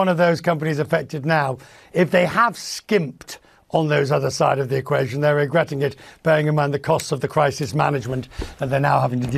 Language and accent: English; England, United Kingdom; As an Englishman, it is in my DNA.